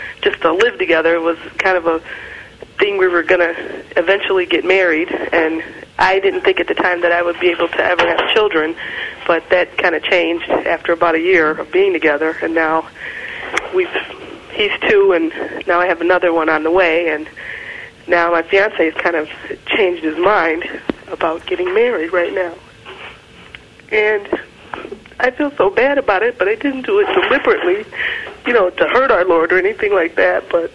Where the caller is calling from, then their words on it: Chicago, Illinois, United States; I'm calling from Chicago.